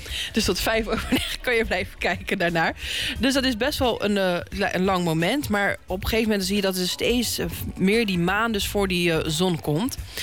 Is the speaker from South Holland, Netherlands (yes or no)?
yes; The Hague, South Holland, Netherlands; als Hagenezen, kunnen gewoon lekker hier de duinen in.